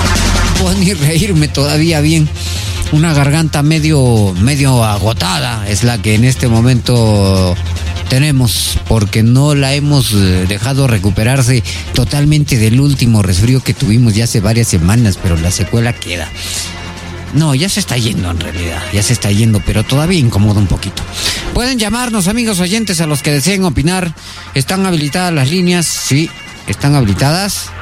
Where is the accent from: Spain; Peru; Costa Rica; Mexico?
Peru; Arequipa